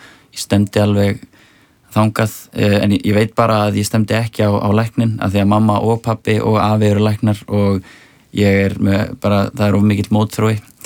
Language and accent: Icelandic; Reykjavík, Capital Region, Iceland; og svo er ég náttúrulega alveg upp í Árbæ þannig að … voru miklar hetjur og svona þetta íslenska rap svona í kringum hrunið.